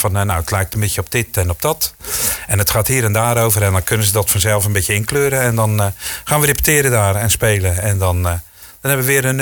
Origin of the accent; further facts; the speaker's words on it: Goes, Zeeland, Netherlands; moved away as an adult; also born or lived in Spain; ik kom uit Zeeland, uit Goes.